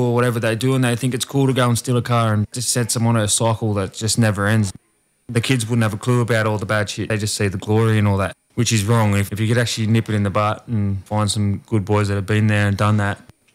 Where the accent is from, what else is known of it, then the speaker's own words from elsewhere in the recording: Maroubra, New South Wales, Australia; I'm a proud Dungari man. I grew up getting around Maroubra and that. All my cousins and stuff like that are all up at Kempsey.